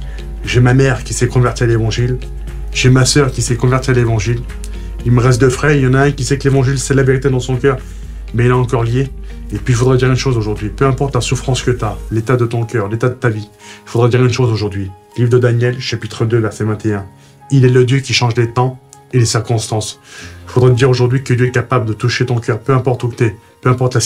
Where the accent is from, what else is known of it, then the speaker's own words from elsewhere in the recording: Algeria; Vous savez, c'est dur lorsqu'on est algérien, lorsqu'on est musulman, lorsqu'on rentre dans une église et qu'on souffre, d'écouter le message de l'évangile, c'est compliqué.